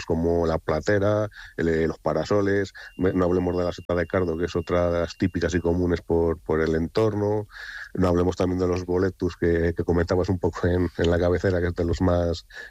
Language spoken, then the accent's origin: Spanish; Montemayor de Pililla, Castile and León, Spain; born or raised there